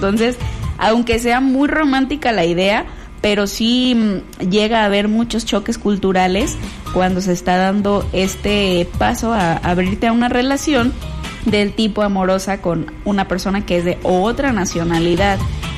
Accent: Mexico; como los mexicanos somos súper así de pasión

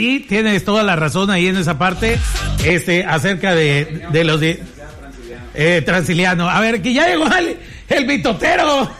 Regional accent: Mexico; si todos somos mexicanos

